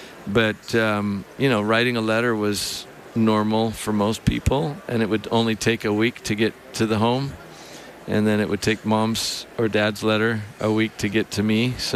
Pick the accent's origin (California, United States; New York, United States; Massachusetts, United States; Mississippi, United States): California, United States; Placerville; born there; moved away as an adult; Well, I was born in California, in Placerville, up in the north. And at age 18, I told my parents I wanted to go live in France.